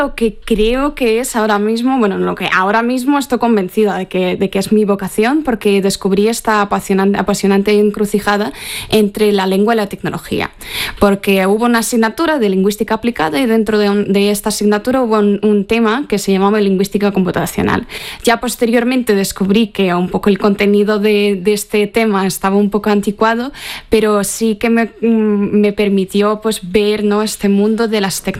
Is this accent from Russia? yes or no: yes; Russia; Spanish is a second language; moved away; siendo una rusa